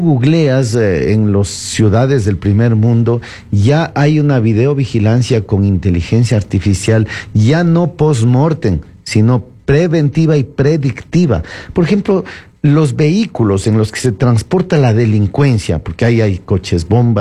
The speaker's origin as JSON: {"language": "Spanish", "country": "Ecuador"}